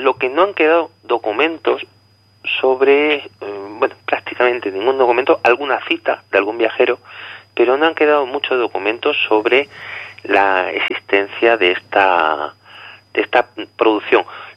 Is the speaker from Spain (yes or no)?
yes; Granada, Andalusia, Spain; siendo granadino y siendo de aquí y habiéndome criado en Granada